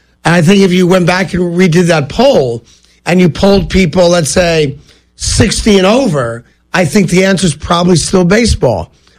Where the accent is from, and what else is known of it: East Coast, United States; born or raised there